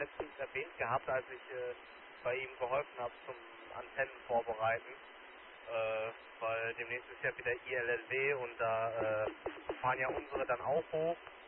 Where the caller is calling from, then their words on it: Bochum, North Rhine-Westphalia, Germany; Das ist Bochum-Langendreher. Um genau zu sein, die Siedlung Willenshöhe.